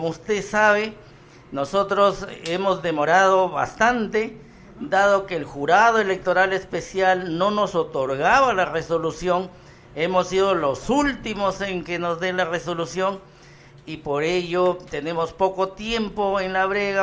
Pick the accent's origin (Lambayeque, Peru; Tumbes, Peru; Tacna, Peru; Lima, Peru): Lambayeque, Peru; Túcume; mi pueblo de Túcume